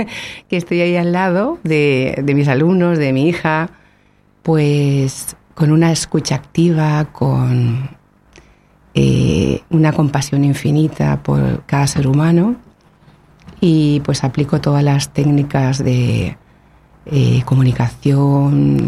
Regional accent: Valencia, Valencian Community, Spain; now in Canary Islands, Spain

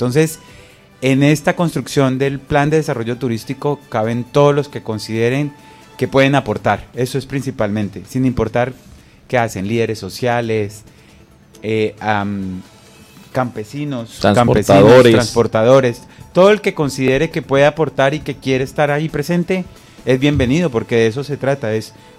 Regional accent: Neiva, Huila, Colombia; now in Pereira, Colombia; Experiencia que nace en el Huila, porque soy opita. Yo soy de Neiva. Nací en Neiva y me crié en Neiva y viví en la misma casa donde nací hasta que me fui para la ciudad de Pereira

